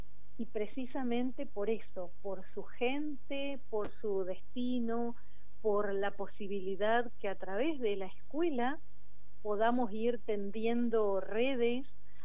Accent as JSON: {"language": "Spanish", "town": "El Mirasol", "region": "Chubut", "country": "Argentina", "tie": "born or raised there", "said": "finalmente llegué un día a la escuela 118 de El Mirasol, mi pueblo amado, le digo yo. En este lugar tuve, me emociono cada vez que hablo de ello, tuve la oportunidad de crecer, de estrechar lazos, de construir vínculos"}